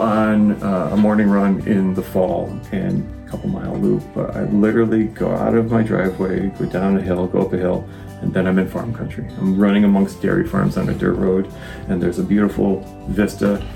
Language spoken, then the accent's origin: English; New York, United States; I was born in the Adirondacks of New York State, so way upstate, very small town, graduating class of 15. And it was one of those small towns where you certainly know everybody in your class.